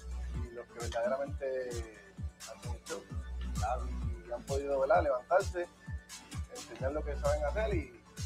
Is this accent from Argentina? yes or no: no; Patillas, Puerto Rico; el equipo es del pueblo, de mi pueblo de Patillas